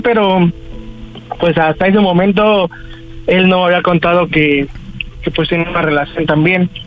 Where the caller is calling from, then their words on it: Ixtapaluca, State of Mexico, Mexico; soy de Ixtapaluca, en el Estado de México, y tengo 26 años.